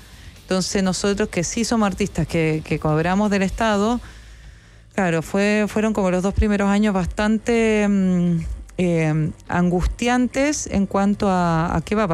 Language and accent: Spanish; Chile; quizás yo pienso así porque soy chilena y acá no pasa lo que pasa con Milei